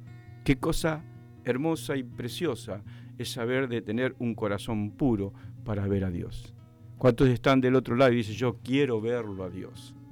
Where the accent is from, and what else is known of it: Argentina